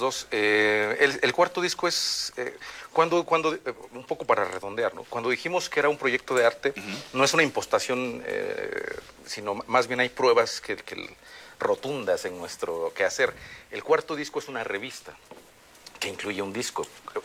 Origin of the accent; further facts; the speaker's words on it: Oaxaca, Mexico; nosotros somos de Oaxaca y crecimos con una cultura muy arraigada al Día de Muertos.